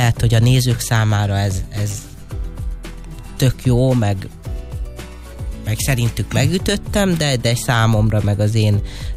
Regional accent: Dunaföldvár, Tolna, Hungary; born or raised there

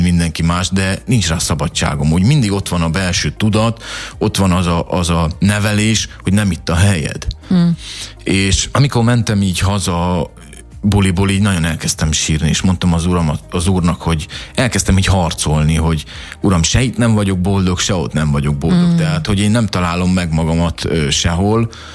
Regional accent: Debrecen, Hajdú-Bihar, Hungary; born or raised there; moved away as an adult

